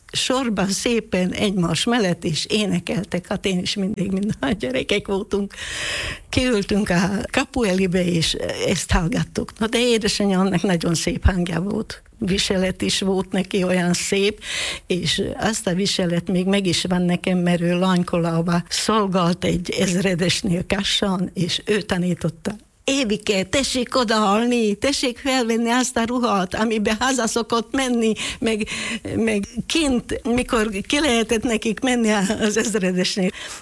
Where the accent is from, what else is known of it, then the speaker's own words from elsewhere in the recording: Felsőlánc, Košice Region, Slovakia; Szesztáról, Felsőláncról jöttem ide férhez.